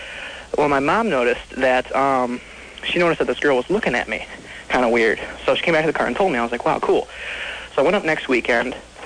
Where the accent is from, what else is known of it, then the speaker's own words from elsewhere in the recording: Detroit, Michigan, United States; I'm originally from Detroit, but I had a cottage.